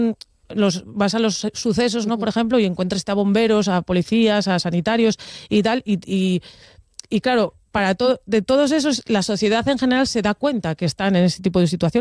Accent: Langreo, Asturias, Spain; Bueno, Fer y yo somos de la Cuenca Minera, los dos, el Día de la Viana y yo de Langreo

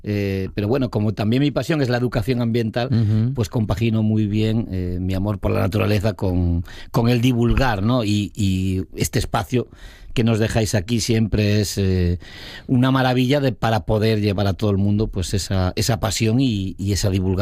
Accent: Noia, Galicia, Spain; born or raised there

